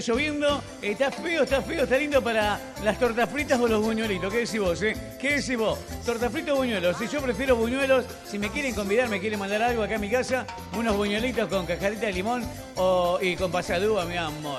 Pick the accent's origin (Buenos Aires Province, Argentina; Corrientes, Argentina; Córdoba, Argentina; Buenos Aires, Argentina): Corrientes, Argentina; Yo soy de Corriente, amigo.